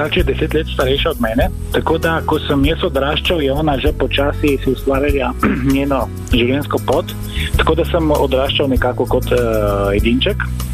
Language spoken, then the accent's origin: Slovenian; Dolina, Friuli-Venezia Giulia, Italy; Moj domači kraj je Dolina pri Trstu. To je vasica tik ob mestu in tik ob slovenski meji, pod gradom Socerb.